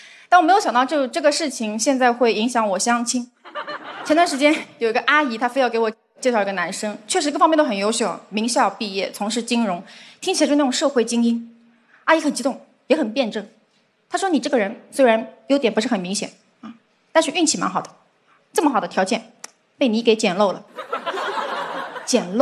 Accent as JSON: {"language": "Chinese", "country": "China", "said": "然后他看到我是个中国人"}